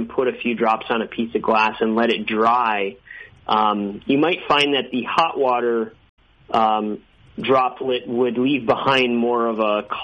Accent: Minnesota, United States; I grew up in the Midwest in the state of Minnesota, and it's also called the state of 10,000 lakes.

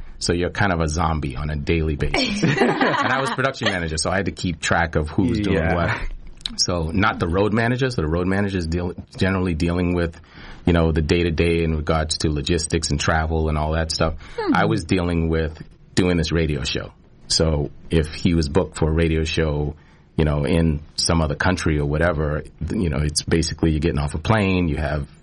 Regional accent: Boston, Massachusetts, United States; I grew up in Boston, in Dorchester.

